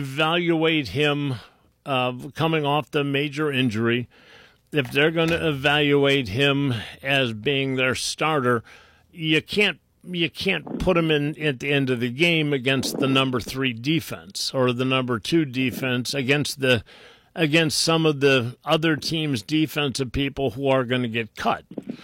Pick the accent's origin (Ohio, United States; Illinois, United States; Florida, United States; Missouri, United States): Ohio, United States; For me, this was my Northeast Ohio. It was my hometown